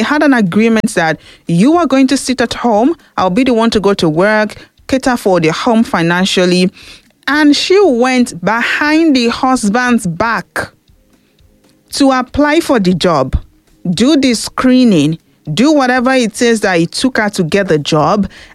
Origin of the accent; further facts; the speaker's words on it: Nigeria; as a Nigerian